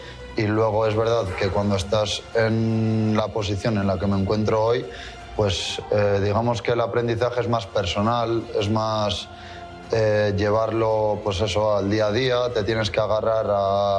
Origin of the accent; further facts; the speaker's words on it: Mexico; Que el 90% de mis familiares son mexicanos, somos mexicanos.